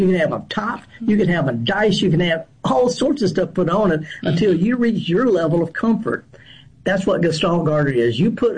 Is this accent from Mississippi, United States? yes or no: yes; Indianola, Mississippi, United States; near my hometown of Indianola, up in the middle of the Delta.